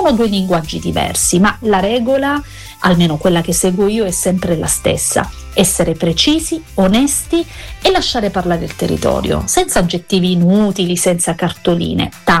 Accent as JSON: {"language": "Italian", "town": "Taranto", "region": "Apulia", "country": "Italy", "lives_now": "Rome, Italy", "said": "Io, chi mi conosce lo sa, sono di Taranto, la Puglia ce l'ho addosso, ma oggi vivo a Roma e proprio da qui capisco ancora meglio quanto sia importante raccontarla con verità questa terra."}